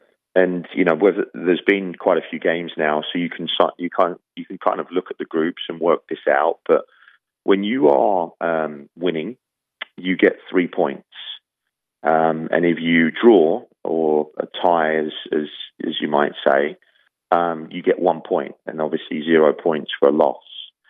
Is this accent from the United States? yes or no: no; England, United Kingdom; if I was to put myself in the position, you know, as an Englishman, you know, we have a great rivalry against the Germans.